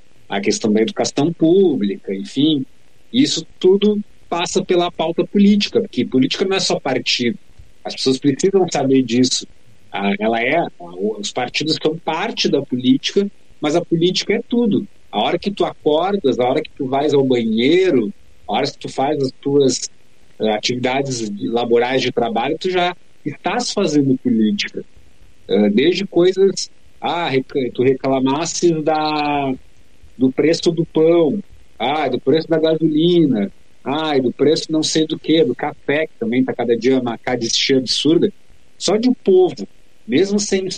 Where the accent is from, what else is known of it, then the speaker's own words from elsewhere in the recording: Bagé, Rio Grande do Sul, Brazil; moved away as an adult; now in Pelotas, Brazil; em Bagé, minha terra natal, portanto, então estou há 16 anos morando em Pelotas